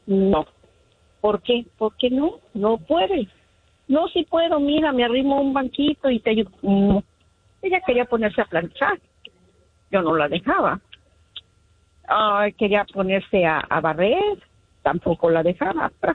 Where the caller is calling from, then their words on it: Highland Park, United States; Yo vivo aquí en Highland Park.